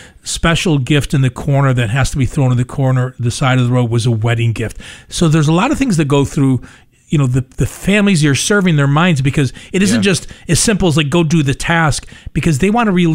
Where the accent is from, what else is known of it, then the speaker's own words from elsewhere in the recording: New York, United States; I'm from New York, man.